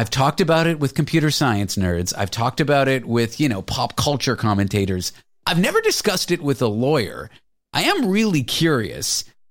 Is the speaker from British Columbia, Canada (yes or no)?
no; Toronto, Ontario, Canada; now in New York, United States; I'm from Toronto, Canada. That's my hometown. I live in New York now.